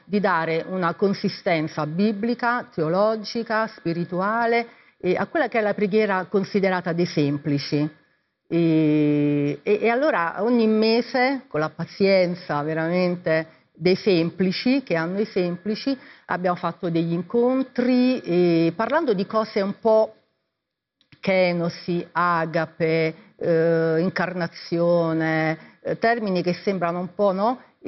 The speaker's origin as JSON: {"language": "Italian", "town": "Gaeta", "region": "Lazio", "country": "Italy", "said": "io sono di Gaeta"}